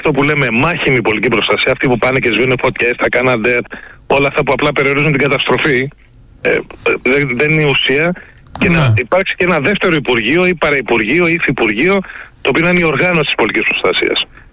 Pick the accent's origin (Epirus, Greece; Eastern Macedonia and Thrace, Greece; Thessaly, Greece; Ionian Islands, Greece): Ionian Islands, Greece; Kefalonia; είναι το νησί μου Κεφαλονιά